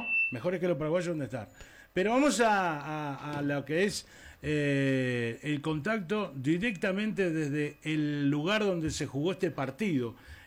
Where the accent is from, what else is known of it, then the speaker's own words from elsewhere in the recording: Uruguay; somos distintos los uruguayos.